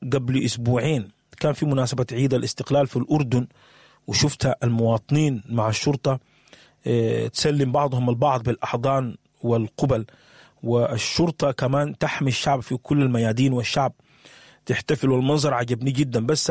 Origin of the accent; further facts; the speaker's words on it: Sudan; أنا وإنت كسوداني